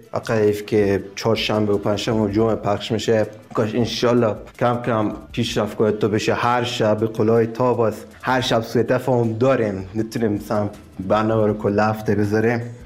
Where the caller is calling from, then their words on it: Yazd, Iran; سلام خدمت آقای سعیدی، از ایران هستم، برنامه تو زیباتونم گوش میکنم